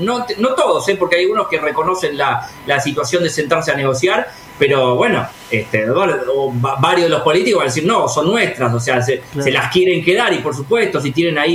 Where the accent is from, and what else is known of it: Argentina